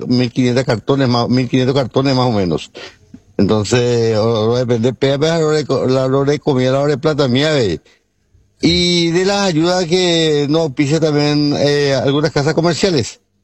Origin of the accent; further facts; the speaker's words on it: Horqueta, Concepción, Paraguay; now in Luque, Paraguay; Yo salí de Orqueta hace 43 años y estoy radicado en Luque, pero a jalar Orqueta de Yusei